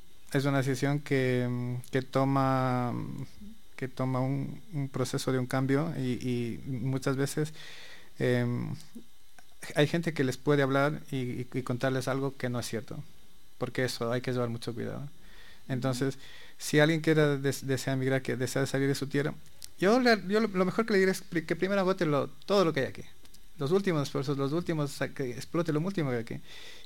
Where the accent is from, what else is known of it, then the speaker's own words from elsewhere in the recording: Ecuador; also born or lived in Spain; Porque mi tierra, mi país, tiene estas cosas bonitas, ¿no? Que tenemos varios idiomas aquí también, que es algo que a mí, cuando estuve allá en España, lo valoré muchísimo más, en realidad.